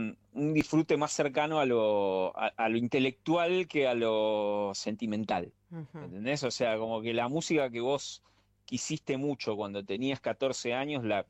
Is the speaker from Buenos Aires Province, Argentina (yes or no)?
yes; Buenos Aires Province, Argentina; yo soy del conurbano de Zona